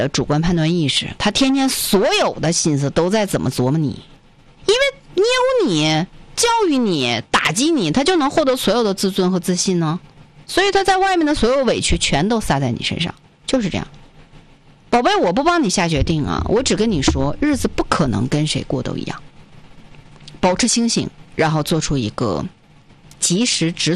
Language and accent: Chinese; Northeast China, China; accent: Northeastern dialect; 你看我这东北话，它就容易有一种凶巴巴的一种气势感